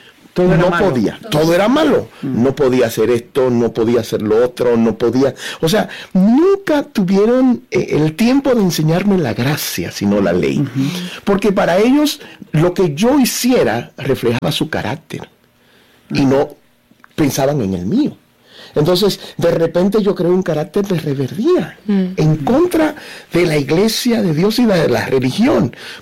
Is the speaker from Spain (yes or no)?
no; Dominican Republic; Y yo soy de una isla, yo soy dominicano. Y voy a la playa y nada, porque no nado.